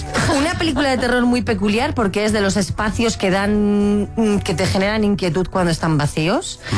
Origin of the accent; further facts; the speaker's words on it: Catalonia, Spain; Pues a mí tampoco y soy catalana.